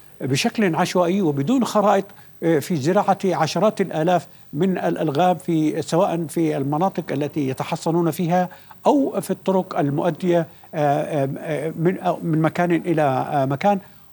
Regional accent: Yemen

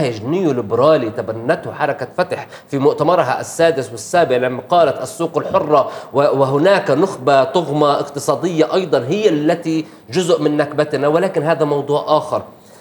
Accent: Palestine; نحن كفلسطينيين

